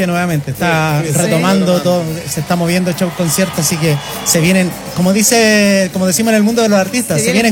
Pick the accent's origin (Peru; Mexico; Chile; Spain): Chile; Isla de Maipo, Santiago Metropolitan Region; moved away as an adult; now in Coquimbo, Chile; No, yo soy de Isla de Maipo. Al sur de Santiago.